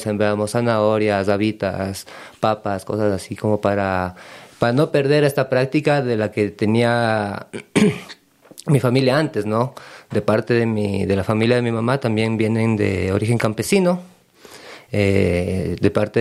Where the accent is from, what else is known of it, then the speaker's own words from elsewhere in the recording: Quito, Pichincha, Ecuador; now in Cascales, Ecuador; yo nací en Quito, en el Hospital del Sur de Quito, y mi primera infancia hasta la juventud la pasé en el sureste de Quito, en la Loma de Puengasí, que es donde yo crecí, donde está ahora la casa de mi mamá. Siempre tuve también conexión con el oriente ecuatoriano, con la provincia de Sucumbíos.